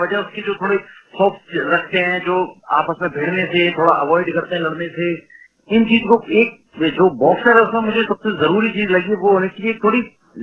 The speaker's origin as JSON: {"language": "Hindi", "town": "Agra", "region": "Uttar Pradesh", "country": "India", "tie": "born or raised there", "said": "Sir basically father police में थे तो आगरा ऐसे यहाँ पर पापा की पोस्टिंग थी। हम बेसिकली डावा के रहने वाले हैं।"}